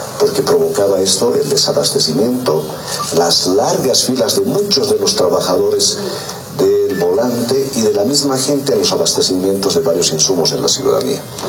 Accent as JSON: {"language": "Spanish", "town": "Carabuco", "region": "La Paz", "country": "Bolivia", "said": "llegando a Carabuco, que es el lugar de mi pueblo, de mi comunidad."}